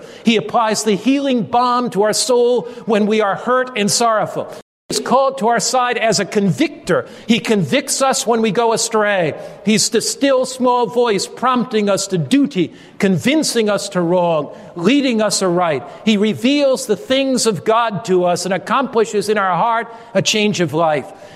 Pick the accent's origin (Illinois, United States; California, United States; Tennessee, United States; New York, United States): New York, United States; New York City; I grew up in New York City